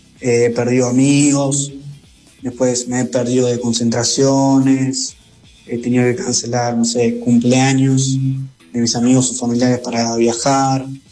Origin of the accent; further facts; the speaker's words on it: Viedma, Río Negro, Argentina; yo, en mi caso, yo soy, bueno, de Viedma, de Río Negro